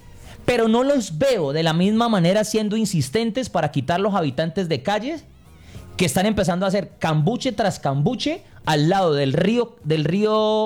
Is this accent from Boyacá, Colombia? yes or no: no; Cali, Valle del Cauca, Colombia; ¿usted no les parece que como caleños no nos podemos quedar solamente?